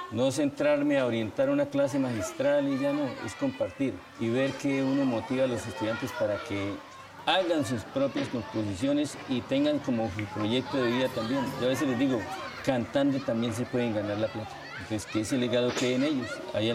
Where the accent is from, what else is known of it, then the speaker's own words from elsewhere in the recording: Labateca, Norte de Santander, Colombia; moved away as an adult; now in Arauquita, Colombia; Soy nacido en Lavateca, un pueblito montañero. El año 61, diciembre, en el día primero, mi papá fue un campesino, mi viejo, cuánto lo quiero. Mi mamá también del campo, mujer con temple de acero.